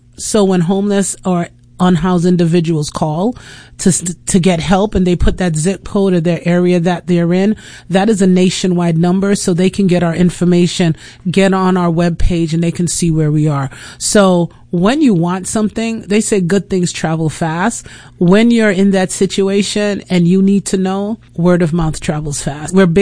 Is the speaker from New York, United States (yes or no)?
yes; New York, United States; moved away as an adult; also born or lived in England; now in Port St. Lucie, United States; So first of all, I'm from Brooklyn.